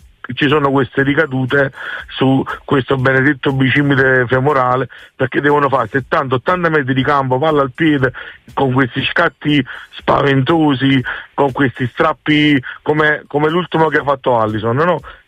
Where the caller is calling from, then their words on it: Caserta, Campania, Italy; da Caserta